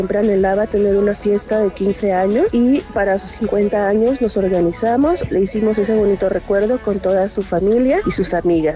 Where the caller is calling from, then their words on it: Puebla, Mexico; los escucho de Lomas de Castillotla.